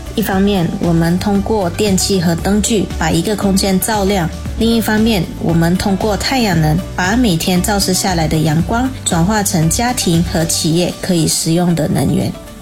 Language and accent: Chinese; Lawas, Sarawak, Malaysia; 第一间店开在我的家乡拉瓦斯，也就是老越，那是一个不算大的城镇。